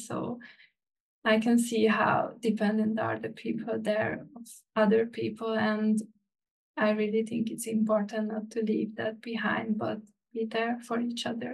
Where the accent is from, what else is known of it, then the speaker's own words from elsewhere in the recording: Hungary; moved away as an adult; I'm hoping that I can make use of it in my home country. My concrete plans are not moving back to the rural area, but to Budapest for now.